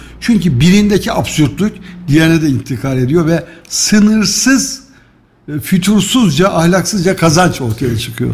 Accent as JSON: {"language": "Turkish", "region": "Kayseri", "country": "Turkey", "said": "Sonra dedim ki ya ben Kayseri'liyim yani, damarımız tuttu bu işte."}